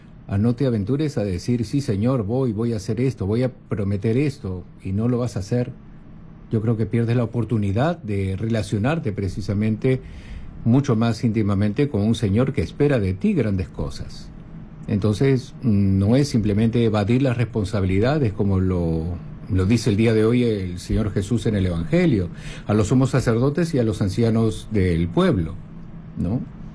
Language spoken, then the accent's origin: Spanish; Peru